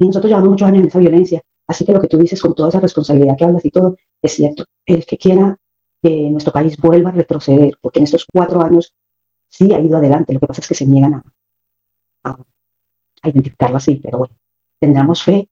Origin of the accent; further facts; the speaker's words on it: Eje Cafetero, Colombia; born there; Y luego emigraron mis padres al Eje Cafetero, y pues allí nacimos